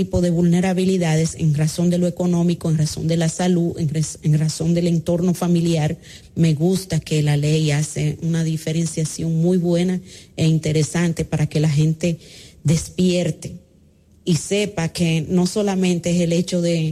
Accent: Dominican Republic

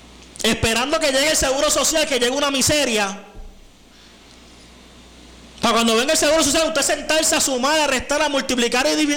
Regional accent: Puerto Rico; somos puertorriqueños

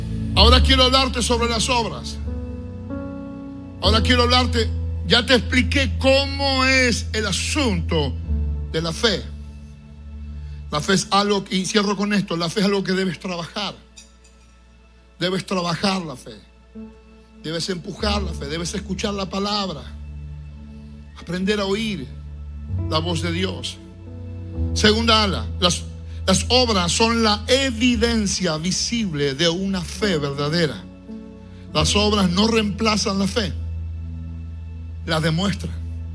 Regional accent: Argentina; En medio de una crisis en mi país, la crisis más dura que ha vivido Argentina

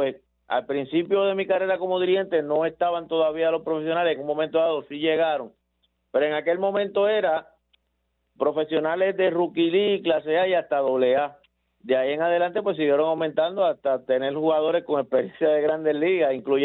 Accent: Puerto Rico

